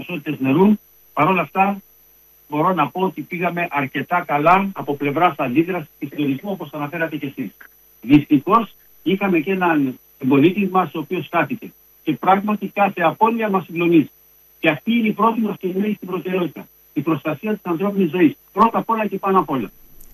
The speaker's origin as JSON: {"language": "Greek", "region": "Crete", "country": "Greece", "tie": "born there", "said": "Γεννήθηκα στην Κρήτη, είμαι 70 χρόνια"}